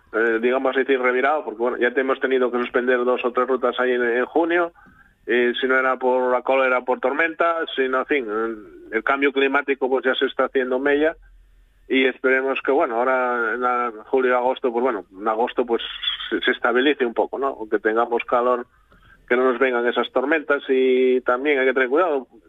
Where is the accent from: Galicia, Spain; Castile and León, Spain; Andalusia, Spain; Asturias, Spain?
Asturias, Spain; Valdredo; que yo toda la vida soy de aquí de Valdredo